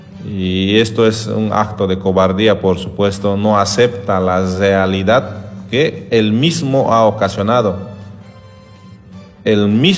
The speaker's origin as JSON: {"language": "Spanish", "country": "Bolivia", "said": "Como boliviano, por supuesto, es inaceptable"}